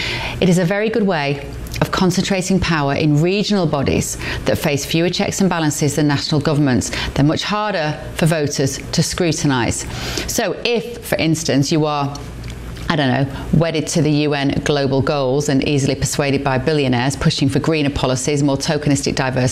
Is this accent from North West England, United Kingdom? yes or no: yes; Manchester, North West England, United Kingdom; he was speaking in my hometown today of Manchester